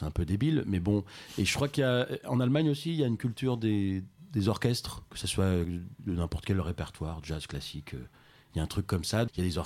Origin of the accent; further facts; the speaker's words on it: Montbéliard, Bourgogne-Franche-Comté, France; also born or lived in Chartres; Je voulais juste dire qu'on a un point commun avec Damien, c'est que moi je suis originaire de Montbéliard.